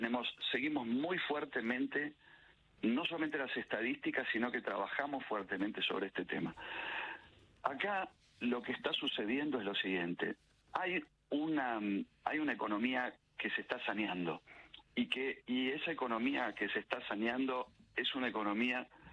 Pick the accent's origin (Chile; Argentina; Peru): Argentina; tenemos que estar orgullosos de lo que tenemos como argentinos